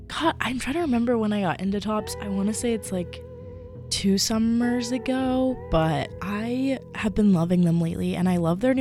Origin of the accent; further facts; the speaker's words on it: Portland, Oregon, United States; I grew up in Portland, Oregon